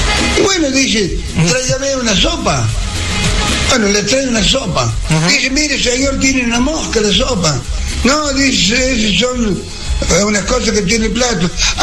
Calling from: San Francisco del Chañar, Córdoba, Argentina

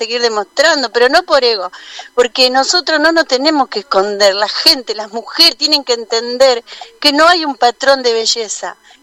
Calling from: Argentina; Estoy contenta porque somos argentinos

